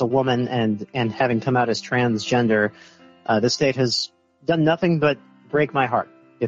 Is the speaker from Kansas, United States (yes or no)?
yes; Kansas, United States; This is my home state. I've lived here all but 2 years of my life, and yet every year since I've been living as a woman and having come out as transgender